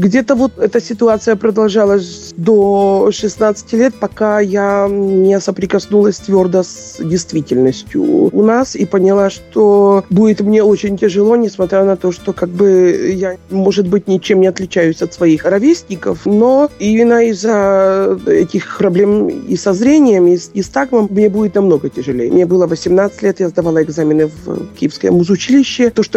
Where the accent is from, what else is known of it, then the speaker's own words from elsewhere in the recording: Kyiv, Ukraine; born there; now in Prague, Czech Republic; Я родилась в Киеве в семье служащих. Мама и папа инженеры.